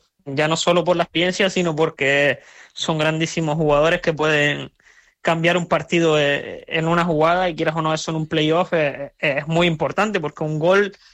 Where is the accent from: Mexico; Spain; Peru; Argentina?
Spain; Canary Islands; moved away as an adult; now in Indonesia